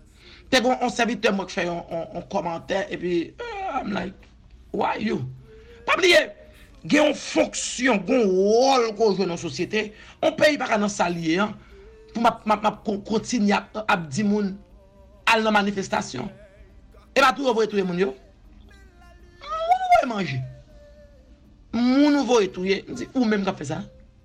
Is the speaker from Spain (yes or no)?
no; Haiti; Pas de problème, je suis haïtienne